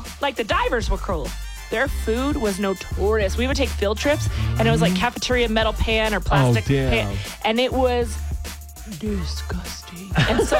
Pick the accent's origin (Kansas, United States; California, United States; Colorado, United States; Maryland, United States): Colorado, United States; Because I also need to talk about my childhood growing up in Lake Hood.